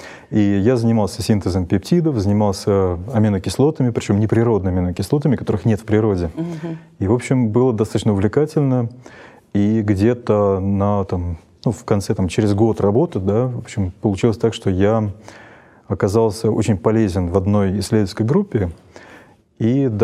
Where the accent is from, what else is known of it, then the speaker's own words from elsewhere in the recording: Moscow, Russia; родился я в Москве, почти в самом центре, недалеко от Лужников.